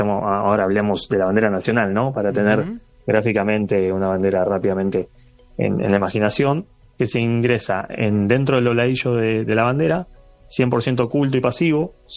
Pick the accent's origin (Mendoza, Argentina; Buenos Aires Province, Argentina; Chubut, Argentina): Buenos Aires Province, Argentina; Quilmes; born there; Yo soy de Buenos Aires. Yo nací en la ciudad de Quilmes. Bueno, vivo actualmente en Wilde, en Avellaneda, la zona sur de la provincia de Buenos Aires, pero bueno, tengo familia en Córdoba